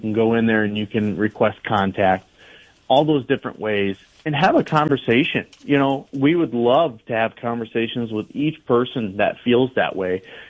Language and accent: English; Estelline, South Dakota, United States; or you're my hometown, small town, Esteline.